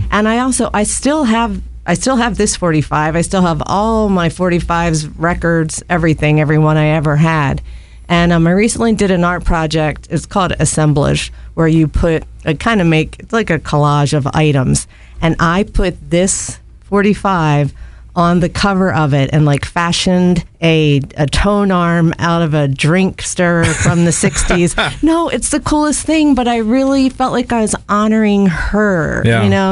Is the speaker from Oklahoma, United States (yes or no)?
no; Pottstown, Pennsylvania, United States; moved away as an adult; also born or lived in Shippensburg, Pennsylvania / Carlisle, Pennsylvania / Elmira, New York / Bowie, Maryland; now in Akron, United States; I grew up in Pottstown, Pennsylvania